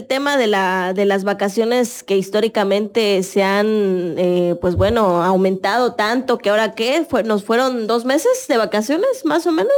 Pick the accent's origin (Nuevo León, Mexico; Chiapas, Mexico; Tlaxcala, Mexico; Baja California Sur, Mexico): Chiapas, Mexico; Tapachula; como buenos mexicanos o tapachultecos